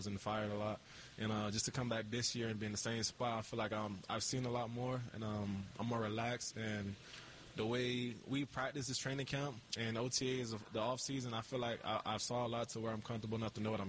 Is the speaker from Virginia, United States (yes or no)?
no; Miami Gardens, Florida, United States; Yeah, I'm from Florida. No, Miami Gardens.